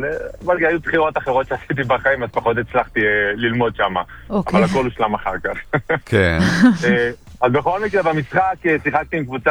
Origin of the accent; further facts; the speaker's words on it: Bat Yam, Tel Aviv District, Israel; also born or lived in Metula / Canada; שם גדלתי כילד, אחר כך סגרו את המגרש, היה שם כל מיני בעיות. עברתי לגור במטולה עם עוד שלושה חברים.